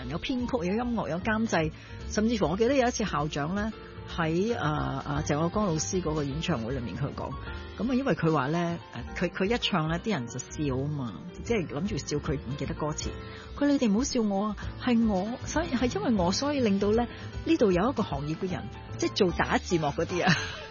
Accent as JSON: {"language": "Cantonese", "country": "Hong Kong", "said": "我哋香港人"}